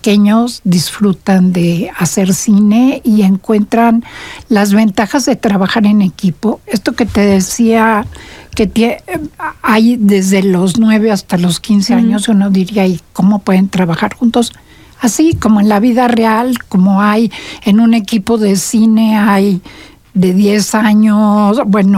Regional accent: Mexico City, Mexico; now in Querétaro, Mexico; soy de Ciudad de México, pero ya soy de aquí de Querétaro. Tengo aquí toda la vida. Tengo una hija queretana. Sí, también. Entonces, me encanta Querétaro y vivo aquí a dos cuadras.

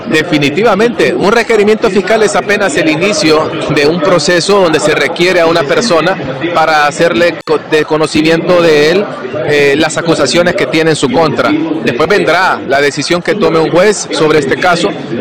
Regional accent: Honduras

